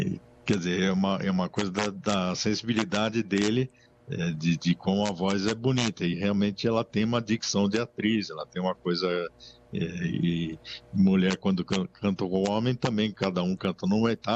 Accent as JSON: {"language": "Portuguese", "region": "São Paulo", "country": "Brazil", "said": "porque eu sou de São Paulo."}